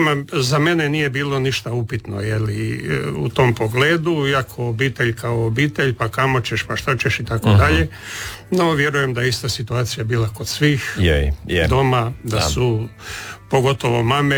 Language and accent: Croatian; Croatia; Kod nas u Hrvatskoj, bar u nekom dijelu Hrvatske, javlja uvjerenje da su Istrani malo mekši, Hrvati i tako dalje.